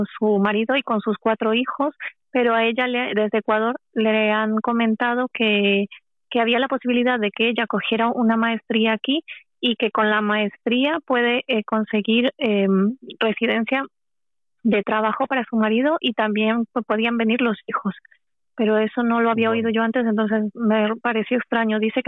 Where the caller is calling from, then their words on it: Arganda del Rey, Community of Madrid, Spain; Llamo de Arganda del Rey de Madrid.